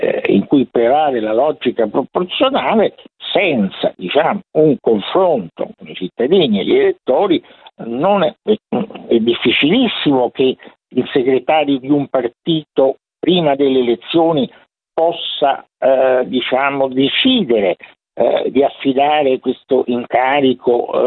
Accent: Rome, Lazio, Italy; Oddio, romano non è un... io sono romano, non è un termine dispregiativo

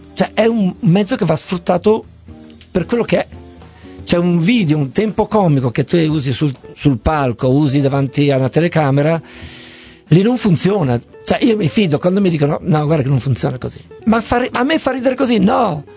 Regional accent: Genoa, Liguria, Italy

